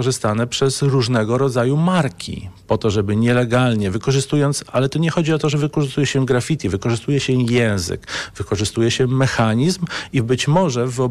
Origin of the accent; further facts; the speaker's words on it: Lublin, Lublin Voivodeship, Poland; Pochodzę z Lublina.